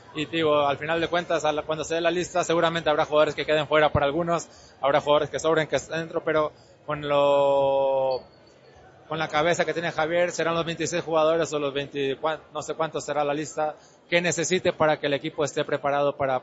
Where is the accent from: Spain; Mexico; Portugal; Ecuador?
Mexico